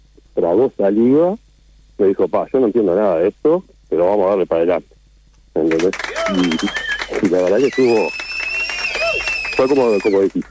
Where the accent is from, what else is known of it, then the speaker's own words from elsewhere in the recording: Uruguay; Pero no, soy bien uruguayo.